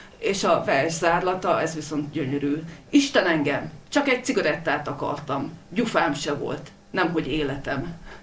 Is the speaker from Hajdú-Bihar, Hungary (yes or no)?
yes; Hajdú-Bihar, Hungary; Ugye, én a hajdúságban nőttem föl